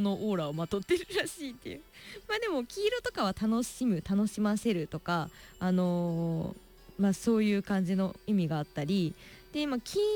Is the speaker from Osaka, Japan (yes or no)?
no; Mito, Ibaraki, Japan; このふるさとの水戸